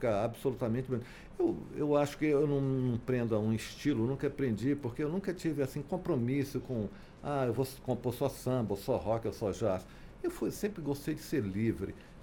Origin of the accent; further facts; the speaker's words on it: Brazil; o fato de ser brasileiro, mas trazer um pouco essa herança da Europa